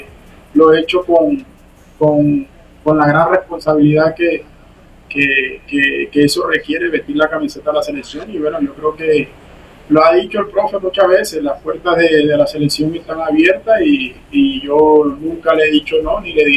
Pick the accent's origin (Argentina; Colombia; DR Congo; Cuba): Colombia; moved away as an adult; now in Mexico; uno es colombiano. Yo he salido de Colombia y he estado en otros continentes